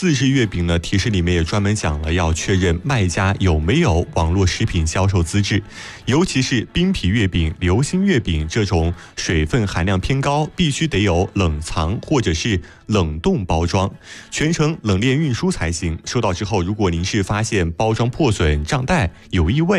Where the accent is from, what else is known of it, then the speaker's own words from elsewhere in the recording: Yichang, Hubei, China; 咱们宜昌人自己的中秋。